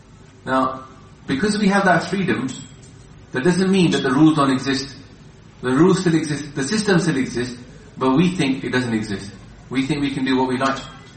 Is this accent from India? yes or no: yes; India; When I grew up in India, and over there you could see where the meat came from.